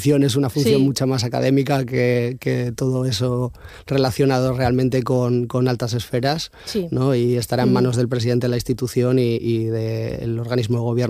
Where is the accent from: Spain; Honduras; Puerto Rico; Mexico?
Spain; Asturias; Hasta el 97% de nosotros somos asturianos, no solo el equipo docente, sino también todo el equipo administrativo que está alrededor.